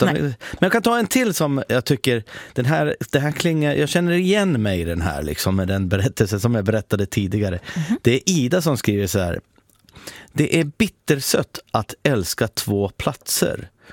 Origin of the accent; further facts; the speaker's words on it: Finland; att Finland var ju mitt hemland, men jag längtar dit, men det skulle vara väldigt komplicerat att flytta dit. Det skulle inte gå. Mina barn pratar inte finska.